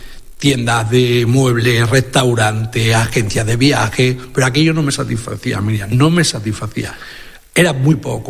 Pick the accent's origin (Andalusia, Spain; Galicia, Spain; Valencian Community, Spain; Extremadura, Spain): Extremadura, Spain; Navalmoral de la Mata; born there; ¿por qué no soy presidente del equipo de fútbol de mi pueblo, del Moralo?